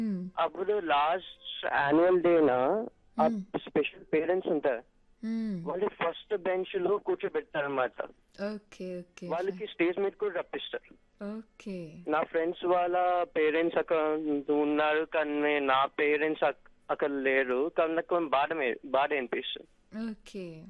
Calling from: Hyderabad, Telangana, India; నేను హైదరాబాద్ నుంచి.

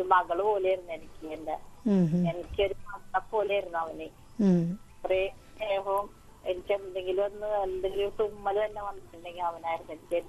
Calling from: Perumpadappu, Kerala, India; Perumpadappu, വള്ളുരുത്തി Perumpadappu.

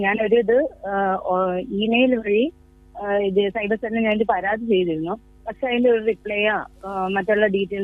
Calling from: Aryanad, Kerala, India; ഞാൻ തിരുവനന്തപുരം ആര്യനാടിൽ നിന്നാണ് വിളിക്കുന്നത്.

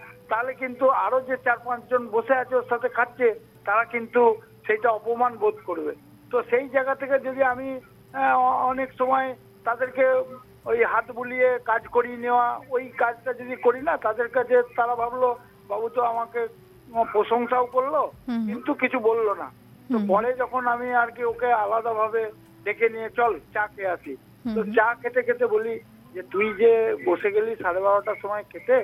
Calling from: Purba Bardhaman district, West Bengal, India; আমি পশ্চিমবঙ্গের পূর্ব বর্ধমান জেলার ভূতপুর থেকে

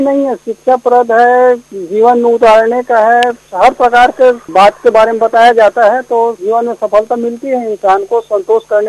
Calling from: Balod district, Chhattisgarh, India; नर्मदा धाम ग्राम सुरसुली post Nanda जिला बालो से … बोल रहा हूँ।

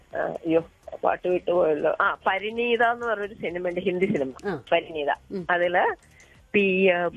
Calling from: Perumbavoor, Kerala, India; ഇപ്പൊ ഞാൻ താമസിക്കുന്നത് വെങ്ങോലക്കടുത്ത് മാർബിൾ ജംഗ്ഷനിൽ.

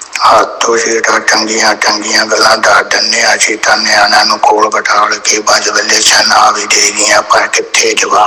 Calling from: Chandigarh, India; ਮੈਂ ਚੰਡੀਗੜ੍ਹ ਤੋਂ।

